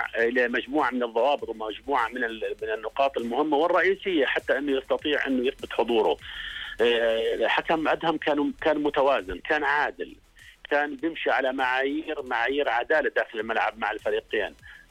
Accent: Jordan; احنا الشارع الرياضي عندنا في الأردن وحتى كل الشعب الأردني مهتم

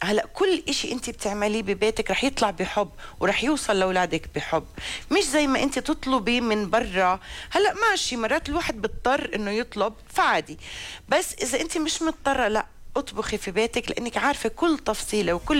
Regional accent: Jordan; عندنا بالأردن

